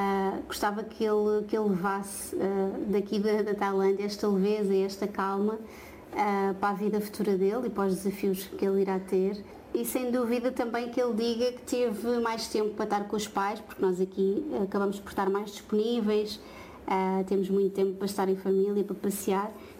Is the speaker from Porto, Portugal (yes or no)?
no; Cadaval, Lisbon, Portugal; A minha família é da zona do Cadaval. Eu nasci em Lisboa, depois os meus pais mudaram de casa assim algumas vezes.